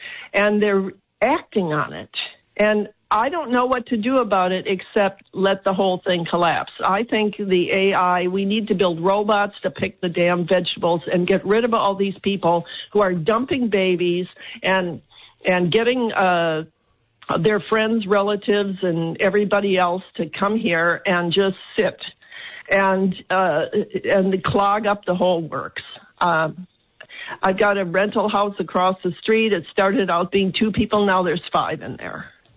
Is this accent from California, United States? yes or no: no; Chicago, Illinois, United States; moved away; when I grew up in Chicago.